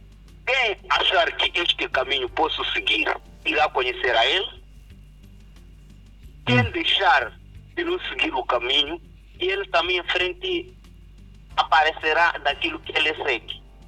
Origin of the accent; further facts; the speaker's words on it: Gilé district, Zambezia, Mozambique; eu sou da Zambésia, do distrito de Gelé